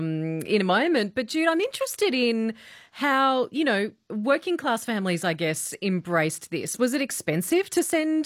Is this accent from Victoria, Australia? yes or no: no; Newcastle, New South Wales, Australia; growing up around Newcastle.